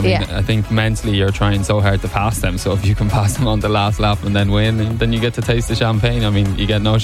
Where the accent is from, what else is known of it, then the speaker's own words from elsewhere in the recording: Wicklow, Leinster, Ireland; I'm a professional Irish racing driver. I'm from Wicklow